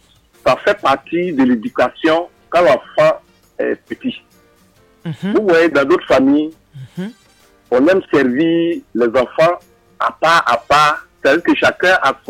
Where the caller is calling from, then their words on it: Abidjan, Côte d’Ivoire; Je suis même à Cocody.